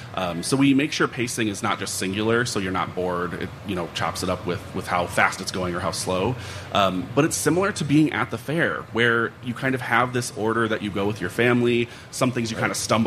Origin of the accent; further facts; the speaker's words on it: Edina, Minnesota, United States; also born or lived in Duluth; Yeah, I was born in Duluth, grew up in Edina. So in the Twin Cities, we would go every year.